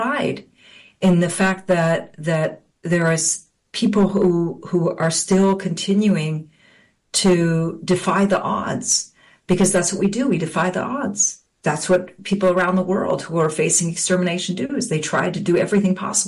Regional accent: Canada; moved away as an adult; now in Haifa, Israel; I was born in Canada and raised in Canada. I moved to Palestine many, many, many years ago. And I currently reside in Haifa. I'm a Palestinian who holds 48 citizenship.

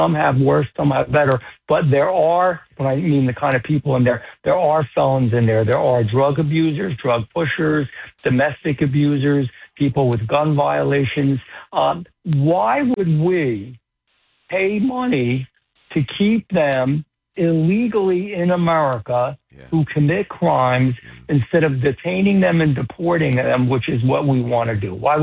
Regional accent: Paterson, New Jersey, United States; I'm proud to be from New Jersey. You know, I grew up in Paterson, New Jersey.

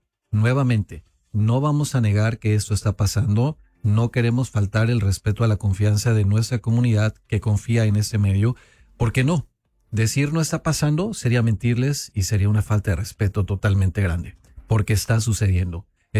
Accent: Mexico; now in Omaha, United States; si yo como mexicano

